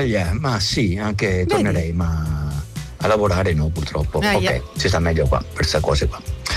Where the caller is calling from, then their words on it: Japan; Buonasera dal Giappone